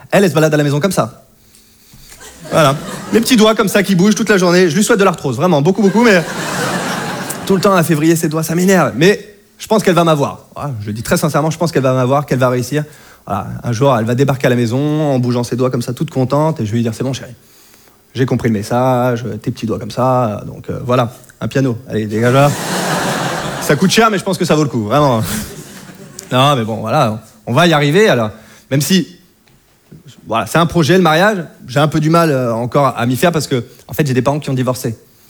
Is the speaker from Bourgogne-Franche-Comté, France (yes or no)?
no; Normandy, France; C'est pas les Bretonnes et je viens de Normandie.